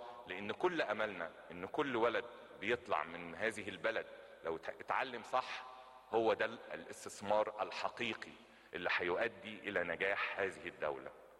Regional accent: Egypt; كلنا كمصريين

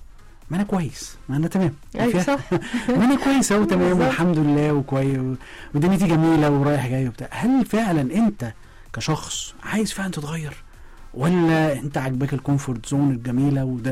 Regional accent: Egypt; احنا كمصريين نحب قوي الحكاوي

